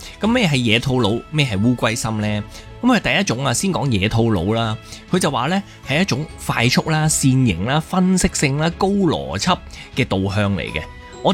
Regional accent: Hong Kong; 我们香港人

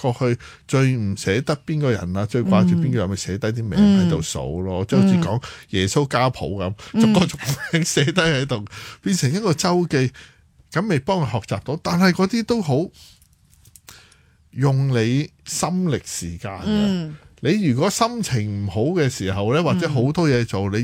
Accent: Hong Kong; 但係都市人作為香港人嘅我哋

